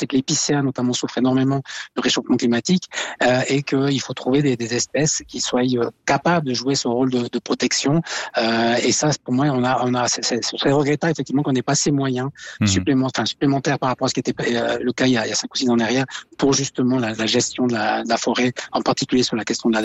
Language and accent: French; Valais, Switzerland; un souci que j'ai aussi en tant que Valaisan